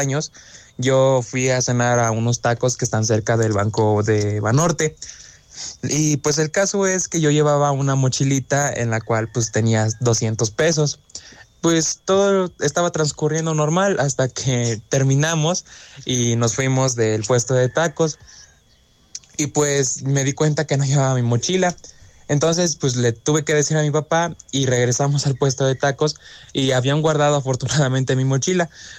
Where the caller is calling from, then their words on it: Beristain, Puebla, Mexico; los escucho desde Beristain.